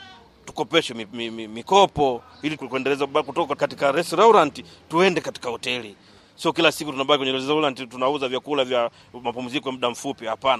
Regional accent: Mueda, Cabo Delgado, Mozambique; Mimi ni mzaliwa wa Mueda, manispaa hii ya Mueda. Nipo tangu utoto wangu nimefanyia kazi hapa Mueda.

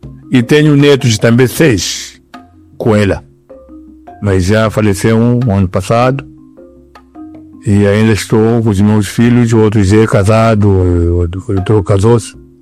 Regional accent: Mozambique; now in Tanzania; Já eu fico como tanzaniano, mas enquanto não, eu sou moçambicano.

